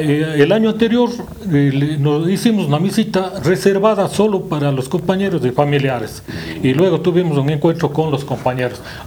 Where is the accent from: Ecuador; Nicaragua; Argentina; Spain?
Ecuador; Biblián, Cañar; moved away as an adult; now in Azogues, Ecuador; como biblianense que soy, vivo en Azogues algunas décadas, pero sigo siendo de Biblián.